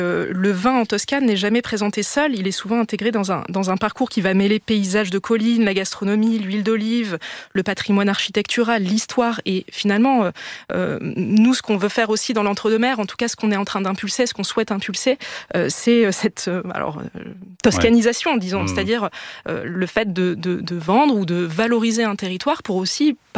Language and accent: French; Loire Valley, France; Non, je viens de la Loire, donc effectivement, je comprends cette comparaison